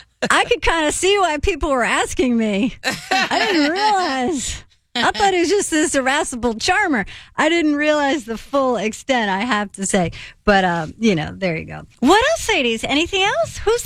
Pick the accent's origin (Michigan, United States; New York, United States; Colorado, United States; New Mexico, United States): New York, United States; I grew up in Austin, New York during the time